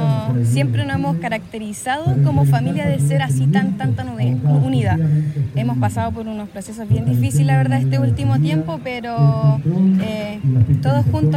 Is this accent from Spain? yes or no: no; Chile; Es un baile súper lindo que nos caracteriza como chilenos y que mejor acá en Longaví